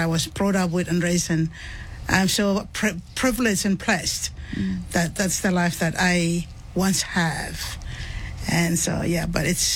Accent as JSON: {"language": "English", "country": "Vanuatu", "tie": "born or raised there", "moved": "yes", "lives_now": "New Zealand", "said": "And I was born and raised in Vanuatu, in a little village called Mafilau, and the highlands called Hebi."}